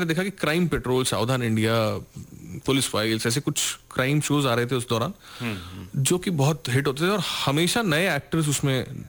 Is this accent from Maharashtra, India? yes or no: yes; Maharashtra, India; first language Marathi; Hindi is a second language; मराठी मेरी mother tongue है.